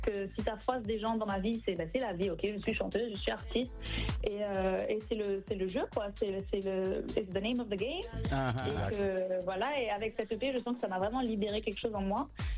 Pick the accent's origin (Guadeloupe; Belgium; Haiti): Haiti; Et il y a une chanson dans notre culture qui s'appelle